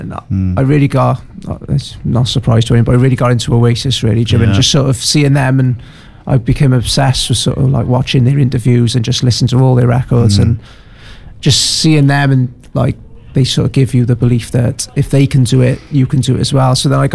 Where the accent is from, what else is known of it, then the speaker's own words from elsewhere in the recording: St. Julian's, Wales, United Kingdom; I suppose I'm from St. Julian's, I mean, so that's where I grew up, really.